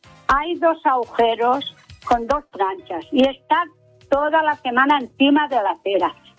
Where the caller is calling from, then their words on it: Gandia, Valencian Community, Spain; soy una señora del Guiao de Gandía.